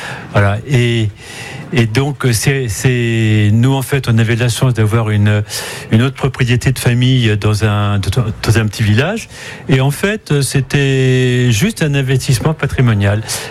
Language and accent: French; Le Mans, Pays de la Loire, France; now in Paris, France; moi je suis originaire du Mans, mais on est parisien